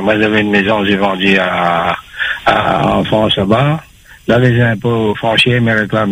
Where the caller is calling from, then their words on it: Saint-Benoît, Réunion; J'habite à Saint-Benoît.